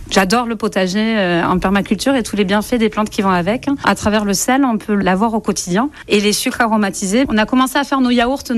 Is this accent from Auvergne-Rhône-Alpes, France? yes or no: no; Narbonne, Occitanie, France; born there; Je suis née sur Narbonne et mes parents faisaient la vigne.